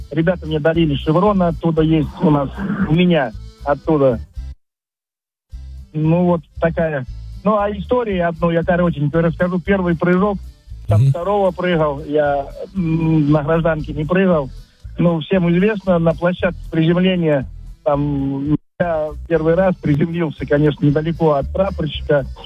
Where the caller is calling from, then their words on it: Lipetsk, Lipetsk Oblast, Russia; Я звоню с Липецка